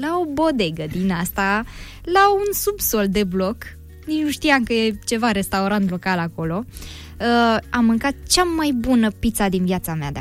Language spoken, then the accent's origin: Romanian; Buzău, Buzău County, Romania; born there; sunt din Buzău